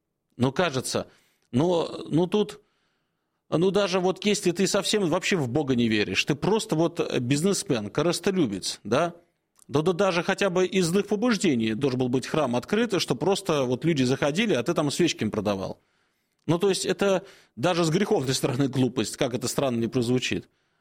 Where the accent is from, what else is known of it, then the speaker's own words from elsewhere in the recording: Moscow, Russia; Так как речь про Москву, а это моя родина, мой родной город, Богдан.